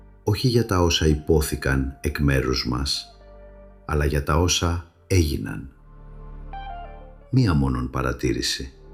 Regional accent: Greece; ως ορθόδοξο κληρικό, το γεγονός ότι η πατρίδα μου, η Ορθόδοξη Ελλάδα, η μόνη για πολλά χρόνια ορθόδοξη χώρα στα πλαίσια της Ευρωπαϊκής Ένωσης

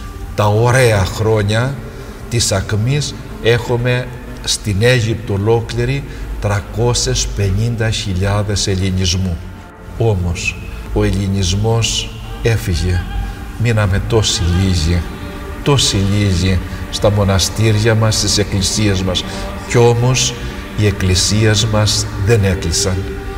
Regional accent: Crete, Greece; now in Alexandria, Egypt; από το νησί μου, από την Κρήτη

